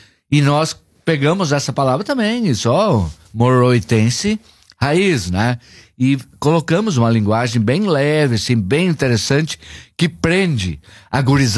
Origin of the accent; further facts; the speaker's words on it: Morro Reuter, Rio Grande do Sul, Brazil; Sim, eu sou do interior do Moro Reuter, Picado, São Paulo.